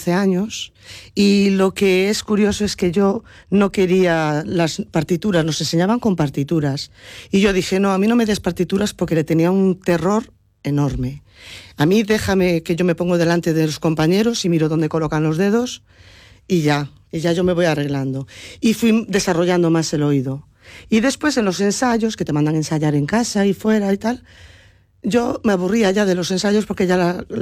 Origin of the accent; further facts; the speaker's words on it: Cudeiro, Galicia, Spain; Sí, yo soy de Cudeiro.